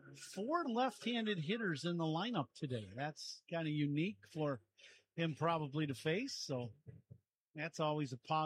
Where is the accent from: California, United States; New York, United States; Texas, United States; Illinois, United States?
Illinois, United States; Chicago; growing up in Chicago